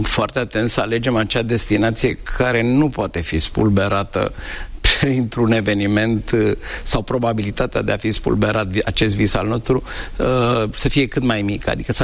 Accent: Bucharest, Romania; born there; Doar m-am născut, pentru că la 2 ani deja eram în București. Păstrez o amintire deosebită și mă reîntorc cu plăcere, chiar dacă nu am copilărit acolo. Apoi am trăit în București marea majoritate

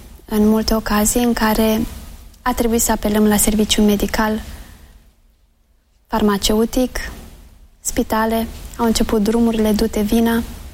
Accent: Bukovina, Romania; also born or lived in Spain; Noi suntem bucovineni, amândoi.

